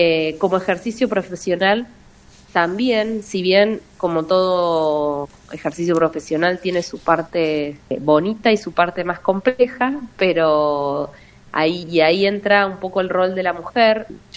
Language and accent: Spanish; Patagonia, Argentina; mi papá es de la línea sur, mis abuelos son de la línea sur, y siempre viví la Patagonia como soy patagónica, digamos. No me identifico con otro lugar